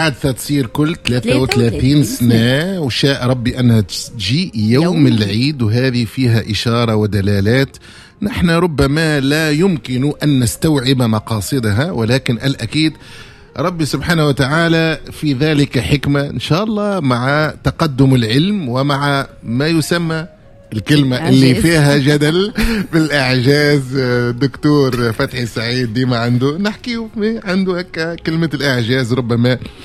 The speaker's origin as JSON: {"language": "Arabic", "country": "Tunisia", "said": "باش نكون أنا مواطن تونسي مسلم بين يديك"}